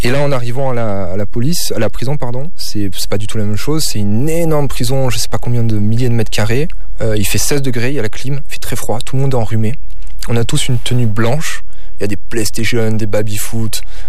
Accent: France; Pour rentrer chez moi en France.

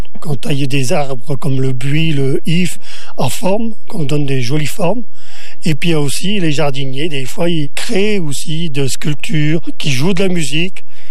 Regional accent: Hauts-de-France, France; moved away; Bon, moi, je suis d'origine du Pas-de-Calais. Et la culture, elle n'est pas faite pareil. Mais j'ai appris à cultiver ici.

